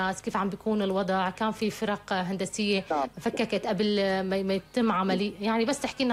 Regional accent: Syria

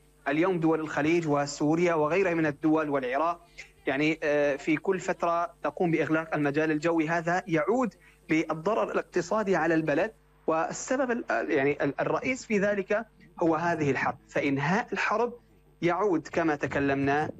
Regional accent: Syria; عندنا في سوريا

